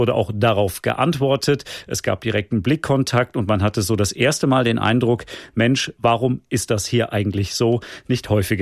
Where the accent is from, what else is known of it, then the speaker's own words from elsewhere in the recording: Freiburg, Baden-Württemberg, Germany; born there; für mich als gebürtigen Freiburger